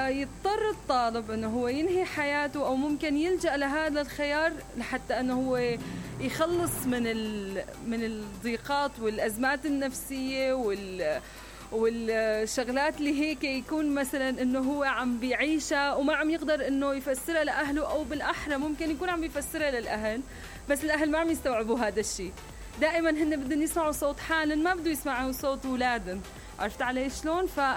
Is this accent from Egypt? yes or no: no; Syria; نحن عندنا بسوريا